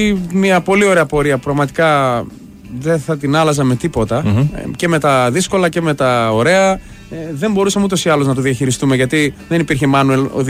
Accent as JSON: {"language": "Greek", "town": "Thessaloniki", "region": "Central Macedonia", "country": "Greece", "tie": "born or raised there", "also_born_or_lived": "Paris, France"}